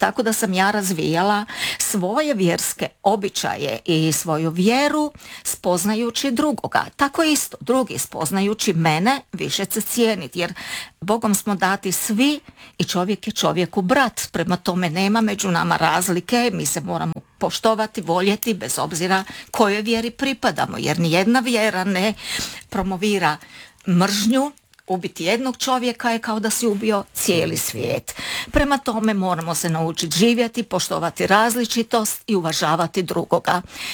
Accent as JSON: {"language": "Croatian", "town": "Rijeka", "region": "Primorje-Gorski Kotar County", "country": "Croatia", "tie": "born or raised there", "said": "kada sam rođena u Rijeci i odrastala, nisam imala priliku osim u obitelji spoznati vjeru."}